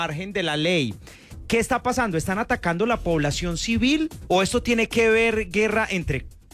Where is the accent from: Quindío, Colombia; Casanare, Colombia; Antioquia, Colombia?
Antioquia, Colombia; Andes; moved away; Yo soy de Andes, yo soy de este municipio del suroeste antioqueño. Hace un poco de mes y medio estuve visitando el pueblo después de 10 años de no ir